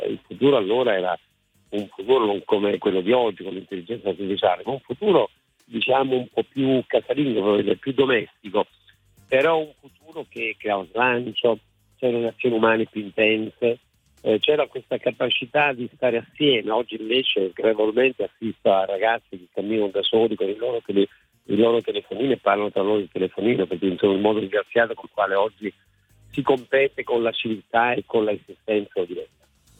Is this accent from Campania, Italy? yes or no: yes; Ceppaloni, Campania, Italy; San Giovanni di Cepoloni, che è il mio paesino di Sonnato